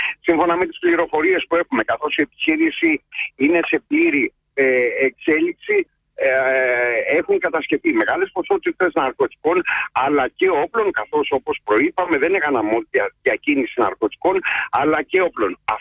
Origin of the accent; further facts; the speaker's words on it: West Greece, Greece; moved away; εκεί στην πατρίδα μου, στην Αχαΐα